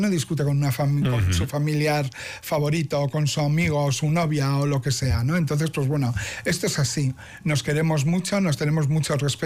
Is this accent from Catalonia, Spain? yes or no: no; Bilbao, Basque Country, Spain; creo que en ninguna otra ciudad del mundo podríamos haber surgido. Nosotras. Entonces, pues bueno, somos un producto de Bilbao.